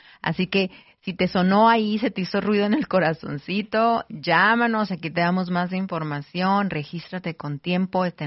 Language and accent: Spanish; Mexico; nosotros como nación mexicana